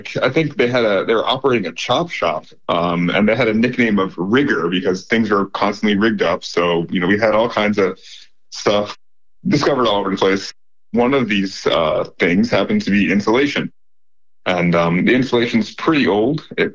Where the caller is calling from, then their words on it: Hazel Park, Michigan, United States; I'm calling from Hazel Park, Michigan.